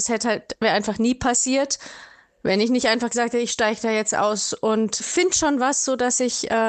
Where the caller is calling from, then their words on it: Germany; weil ich war ja Deutsche.